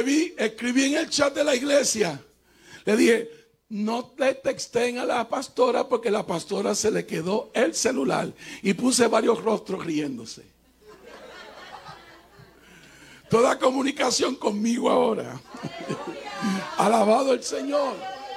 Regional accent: Puerto Rico; moved away; also born or lived in Hawaii; Yo soy de Puerto Rico también.

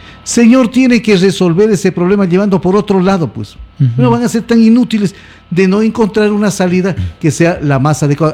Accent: Loja, Ecuador; born there; Yo también nací aquí en Loja, vivo aquí en Loja

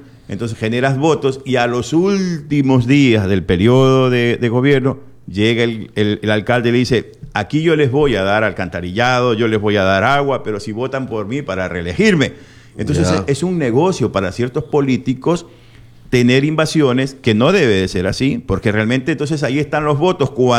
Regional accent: Machala, El Oro, Ecuador; Max, tú y yo somos machaleños, y todos los que somos de aquí de Machala y los que vivimos aquí, viven en la ciudad de Machala

